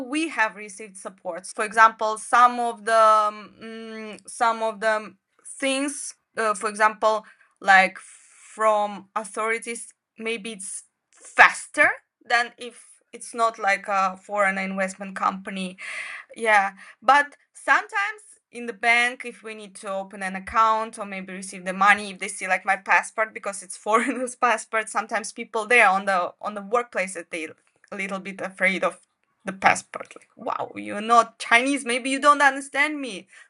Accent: Kazakhstan; English is a second language; now in China

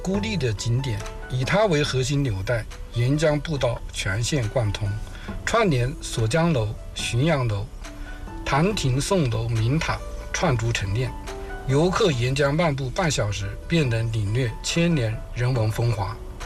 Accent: Jiujiang, Jiangxi, China; 作为土生土长的江边人，

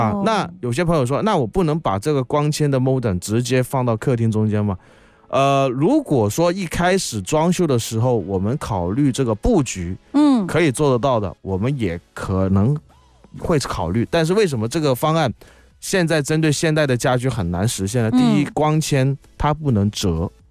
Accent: Guangdong, China; 我们广东人说啊，你未来万一在哪崴着，

